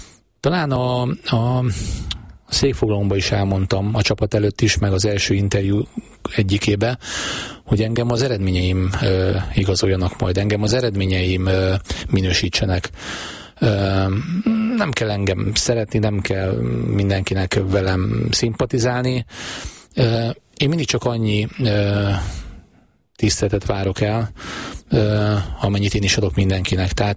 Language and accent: Hungarian; Pécs, Baranya, Hungary